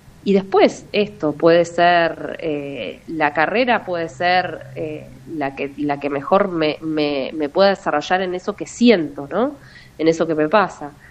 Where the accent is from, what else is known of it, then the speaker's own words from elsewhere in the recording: Patagonia, Argentina; mi papá es de la línea sur, mis abuelos son de la línea sur, y siempre viví la Patagonia como soy patagónica, digamos. No me identifico con otro lugar